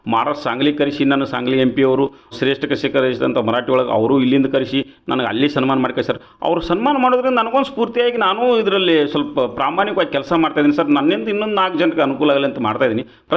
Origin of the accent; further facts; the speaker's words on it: Bijapur, Bagalkot, Karnataka, India; ನಾವು ಬಿಜಾಪುರ ಬಾಗಲಕೋಟೆ ರೈತರು